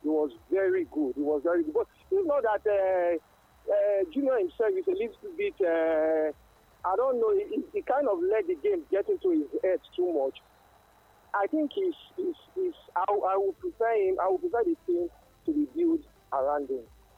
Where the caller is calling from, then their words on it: Lagos, Nigeria; I'm calling from Lekki.